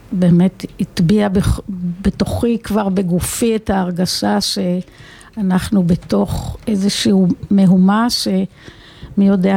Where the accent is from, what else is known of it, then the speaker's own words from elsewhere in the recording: Northern District, Israel; כולנו גלילים